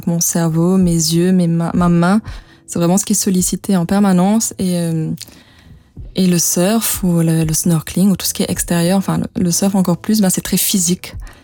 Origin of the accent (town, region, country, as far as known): Tamarin, Black River, Mauritius; born or raised there